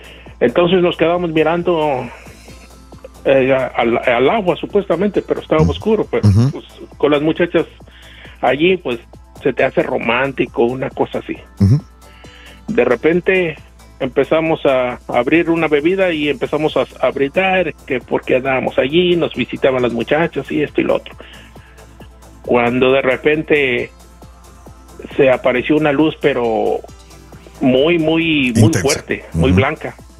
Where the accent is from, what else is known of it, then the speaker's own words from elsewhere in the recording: San Miguel de Allende, Guanajuato, Mexico; soy de San Miguel de Allende, Guanajuato, uh-huh, donde te gusta ir.